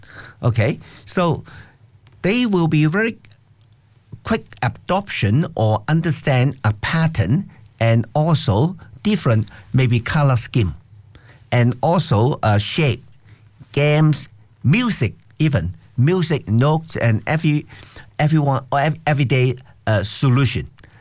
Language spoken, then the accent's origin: English; Hong Kong; So I'm from Hong Kong.